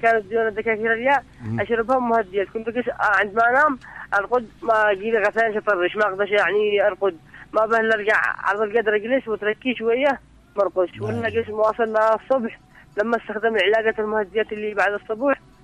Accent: Ibb, Yemen; now in Sanaa, Yemen; انا من اب.

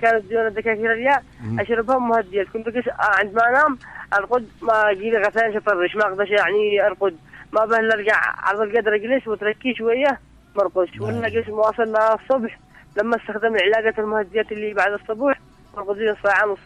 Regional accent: Ibb, Yemen; now in Sanaa, Yemen; انا من اب.

